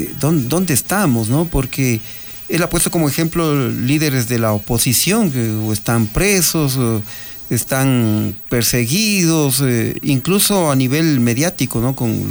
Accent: Ecuador

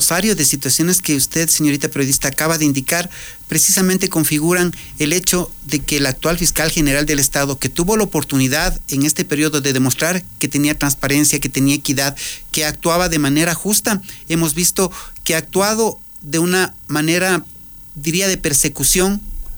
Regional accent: Ecuador; nosotros como ecuatorianos

